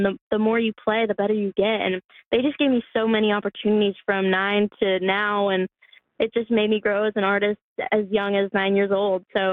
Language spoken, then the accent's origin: English; Newfoundland and Labrador, Canada; And I just felt so much love for my home province and my hometown.